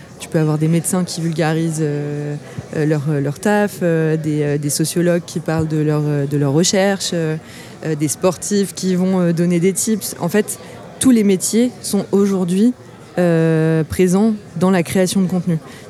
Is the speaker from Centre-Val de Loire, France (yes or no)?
yes; Orléans, Centre-Val de Loire, France; je suis une femme, je suis blanche, j'ai 32 ans, j'ai grandi à Orléans, dans tel contexte, je suis passée par l'aide sociale à l'enfance